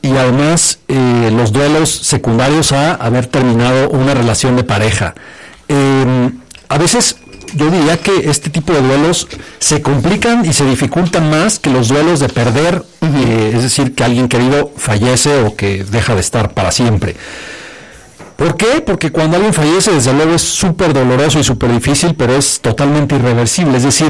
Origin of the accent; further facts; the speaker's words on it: Mexico City, Mexico; Para los que somos oriundos de la Ciudad de México, ya crecimos, nacimos y vivimos en esto.